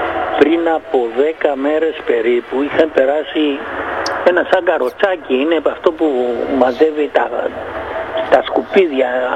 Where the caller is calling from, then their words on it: Greece; είμαι από το Βαξάλι, από τα ανταλλακτικά.